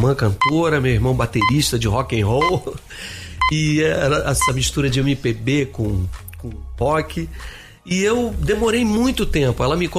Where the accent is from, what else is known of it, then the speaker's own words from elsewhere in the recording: Brasília, Federal District, Brazil; moved away as an adult; now in Rio de Janeiro, Brazil; Meu pai foi transferido pra lá na época. Nós somos cariocas e eu acabei crescendo lá. Eu fui com 3 anos de idade pra Brasília. Então, e saí de lá com 21, pra voltar pras origens, pro Rio ali.